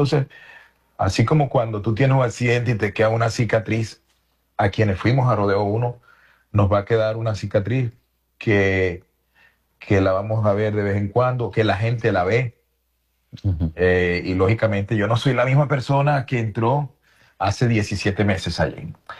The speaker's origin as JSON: {"language": "Spanish", "country": "Venezuela", "said": "yo soy venezolano."}